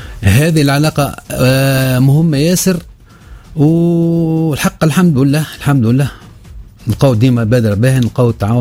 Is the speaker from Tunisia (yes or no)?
yes; Tunisia; المشكلة الأساسية عندنا في تونس